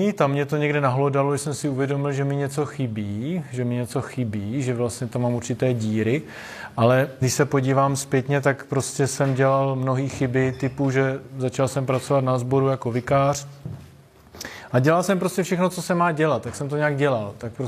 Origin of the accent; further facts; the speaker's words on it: Brno, South Moravian Region, Czechia; Jsem původně z Brna